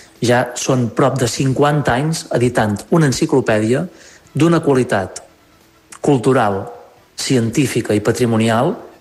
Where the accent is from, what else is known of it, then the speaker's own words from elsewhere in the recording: Menorca, Balearic Islands, Spain; és un orgull com a menorquins